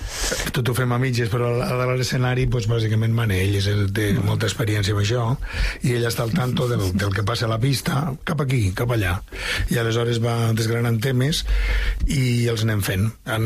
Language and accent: Catalan; Lleida, Catalonia, Spain; moved away as an adult; Jo sóc de Lleida, vaig venir aquí l'any 90, aproximadament.